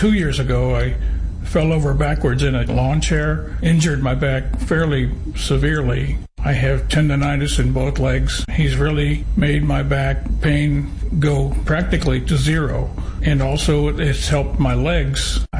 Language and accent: English; Vancouver, Washington, United States; from Vancouver, Washington.